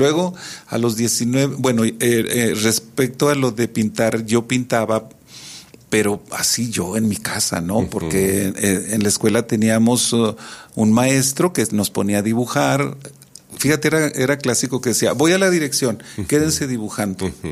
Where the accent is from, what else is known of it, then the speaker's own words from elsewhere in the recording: Durango, Mexico; also born or lived in Mexico City; yo me fui a la Ciudad de México a los 19 años. Estaba por cumplir los 19 años cuando me fui a vivir allá. Mi incursión en el arte aquí en Durango había sido principalmente en teatro.